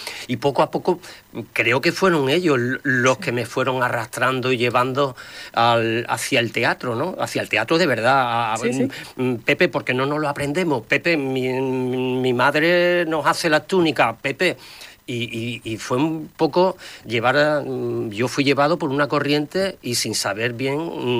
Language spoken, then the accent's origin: Spanish; Marchena, Andalusia, Spain; me iba a mi pueblo, a Marchena